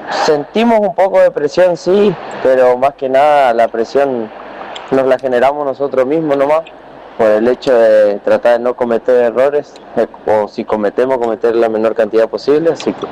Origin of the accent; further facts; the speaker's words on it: Puerto Rico; ya que nos toca la fecha acá en Puerto Rico, que nosotros somos de Capiobí, así que somos prácticamente locales.